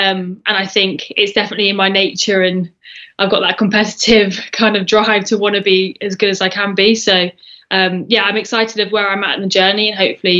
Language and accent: English; Bedford, East of England, United Kingdom; Yeah, so born and raised in Bedford, so it's about an hour north of London.